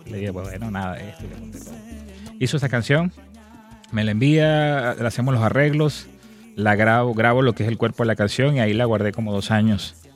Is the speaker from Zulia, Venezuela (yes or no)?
no; Margarita Island, Nueva Esparta, Venezuela; now in Mexican Caribbean, Mexico; Yo soy del Caribe venezolano, la isla de Margarita. Y ahorita en el Caribe mexicano, pues me siento como pez en el agua.